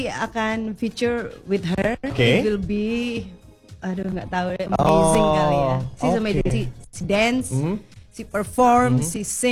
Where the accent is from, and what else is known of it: Batu, East Java, Indonesia; born or raised there